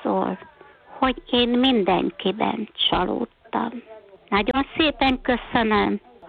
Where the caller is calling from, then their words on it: Debrecen, Hajdú-Bihar, Hungary; Debrecenből vagyok